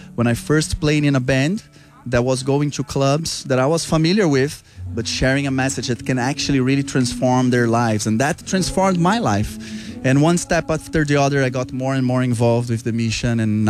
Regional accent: Brazil; now in Minneapolis, United States; I'm from Brazil, and now I'm living in Minneapolis

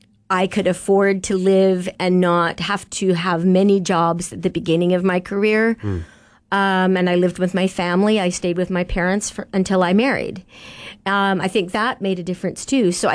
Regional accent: Manitoba, Canada; Manitoban.

